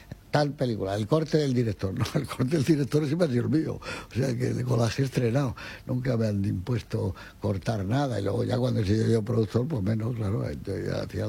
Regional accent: Madrid, Community of Madrid, Spain; un cineasta como yo, madrileño

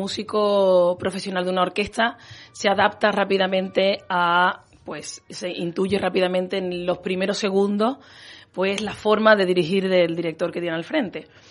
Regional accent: La Puebla del Río, Andalusia, Spain; Yo soy de la Puebla del Río y empecé en el conservatorio de Coria del Río, pues el que estaba más cerca de casa.

